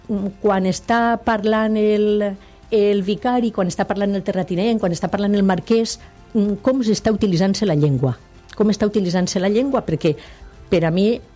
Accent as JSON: {"language": "Catalan", "region": "Valencian Community", "country": "Spain", "said": "encara que l'home era valencià i nosaltres som valencians"}